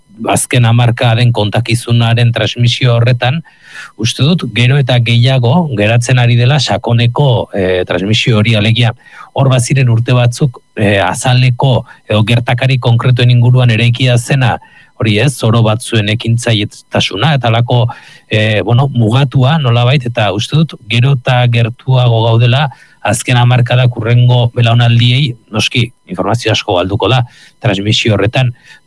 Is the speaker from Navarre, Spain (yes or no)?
no; Basque Country, Spain; ni Gipuzkoarra naiz, Gipuzkoan nire gaztaro guztian Diario Basko irakurtzen zuen jende guztiak